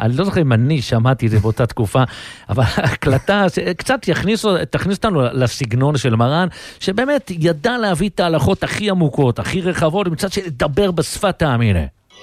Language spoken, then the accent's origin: Hebrew; Jerusalem, Jerusalem District, Israel; מגיע בתור ילד ירושלמי, אמנם אשכנזי